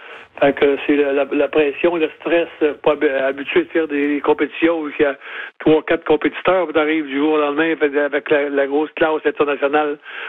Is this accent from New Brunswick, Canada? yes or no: no; Montreal, Quebec, Canada; vu que c'est ça chez nous à Montréal, il faut absolument que je sois prêt pour être sélectionné